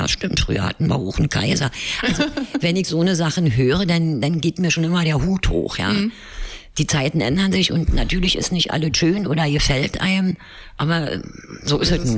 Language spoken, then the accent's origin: German; Berlin, Germany; Weil ich mich hier immer wohl gefühlt habe. Also ich habe es immer irgendwie als, ja, meine Heimat.